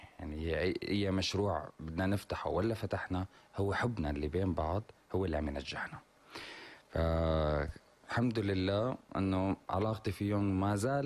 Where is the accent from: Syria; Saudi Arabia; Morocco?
Syria; إمتى بدي حاول بلش بمشروع بقلب بلدي؟ يمكن لبعدين ما يصح لي أني أنا ابن البلد ساوي.